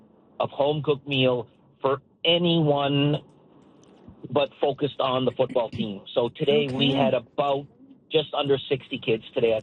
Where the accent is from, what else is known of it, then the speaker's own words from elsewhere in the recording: Summerside, Prince Edward Island, Canada; I hail from Summerside, Prince Edward Island.